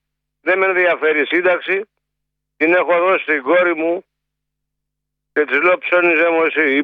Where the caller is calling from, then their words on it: Salamina, Attica, Greece; Σαλαμίνα που είμαι. Είμαι από το Μάρτι εδώ.